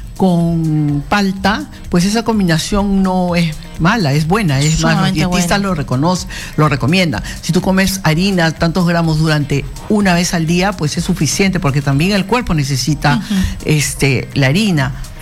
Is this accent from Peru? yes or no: yes; Pisco, Ica, Peru; Yo soy de Pisco, pues.